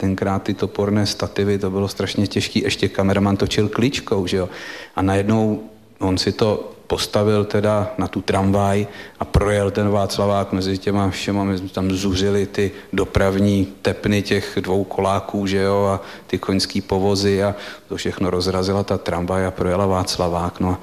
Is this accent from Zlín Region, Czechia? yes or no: no; Prague, Czechia; Tak já mám vztah pěkný, protože jsem rodák z Dlouhé Třídy, takže jsme to tam neměli daleko